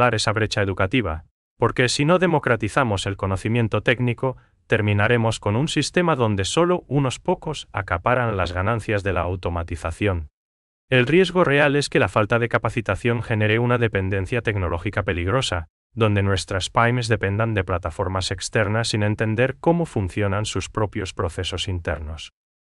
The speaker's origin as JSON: {"language": "Spanish", "country": "Paraguay"}